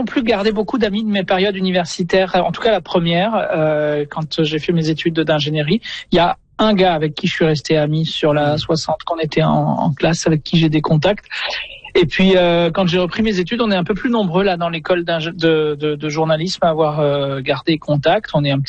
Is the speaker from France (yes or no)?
yes; France; je parle en anglais, puis on entend à l'accent qu'on est français là.